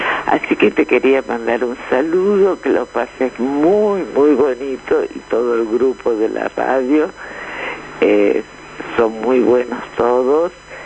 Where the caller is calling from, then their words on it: Greece; de Grecia.